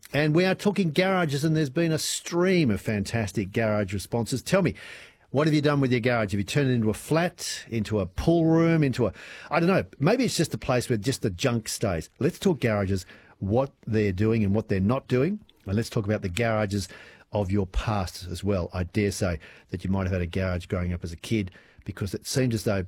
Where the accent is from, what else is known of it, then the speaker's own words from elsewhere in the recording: Sydney, New South Wales, Australia; Well, if you looked at the house that I grew up in Sydney, it's just a kind of shortening of garbage.